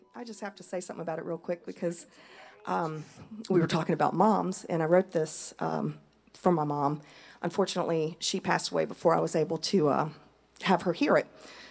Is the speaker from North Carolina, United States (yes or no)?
yes; Winston-Salem, North Carolina, United States; I'm originally from Winston-Salem.